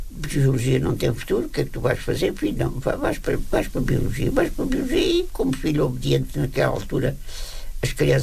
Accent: Évora, Alentejo, Portugal; Deslumbrei com a capital, que venho de Évora, uma cidade de província. Estou na capital sozinho, deslumbrando das luzes de toda a vida urbana da cidade.

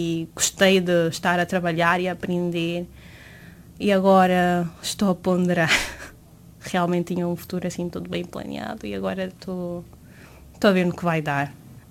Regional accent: Guinea-Bissau; moved away as an adult; now in Portugal; eu tenho 24 anos, sou da Guiné-Bissau, nasci aqui, mas fui criada lá. Vim aqui em 2021 para vir estudar, para tirar a minha licenciatura.

